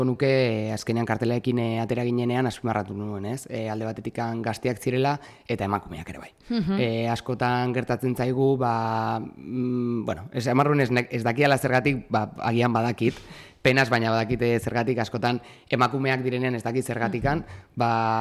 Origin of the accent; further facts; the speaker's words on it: Irun, Basque Country, Spain; baina irundarra naiz